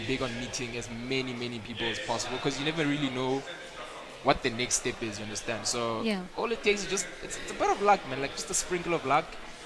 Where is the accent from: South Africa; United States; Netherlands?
South Africa; we South Africans